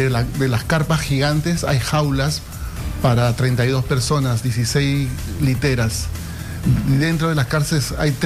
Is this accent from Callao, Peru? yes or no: yes; Callao, Peru; yo soy chalaco y por ahí ya me manejaba bien adentro